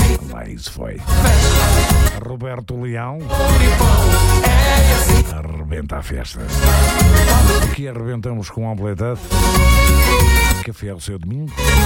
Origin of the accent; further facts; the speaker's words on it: North, Portugal; Sou do Norte, ela é do Norte, mais provavelmente perto de Viana do Castelo